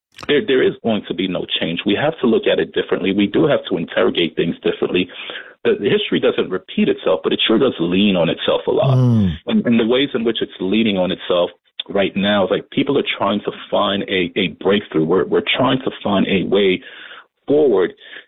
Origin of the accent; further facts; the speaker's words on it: New York City, New York, United States; I was raised in Brooklyn.